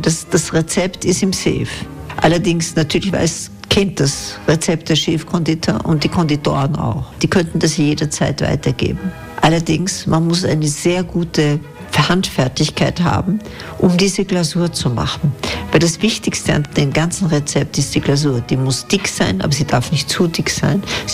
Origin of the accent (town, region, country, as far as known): Vienna, Austria; born or raised there; now in Tyrol, Austria